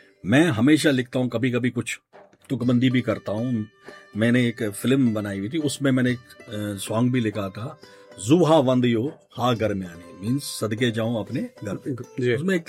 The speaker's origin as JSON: {"language": "Hindi", "region": "Jammu and Kashmir", "country": "India", "said": "तो ये मैं इसलिए कर रहा था बिकॉज मैं कश्मीरी हूँ, मन में मेरा कश्मीर बसा हुआ है"}